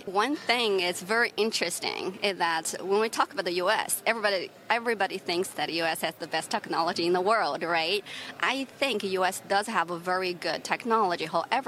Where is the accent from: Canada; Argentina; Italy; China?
China; English is a second language; moved away as an adult; now in United States; my background was 22 years growing up in China and then 16 years in the U.S.